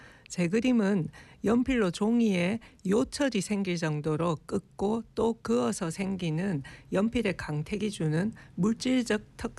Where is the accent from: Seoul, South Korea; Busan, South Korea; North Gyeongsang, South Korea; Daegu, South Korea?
Busan, South Korea; 저는 부산에서 태어났고 지금도 부산에서 살며 작업하고 있는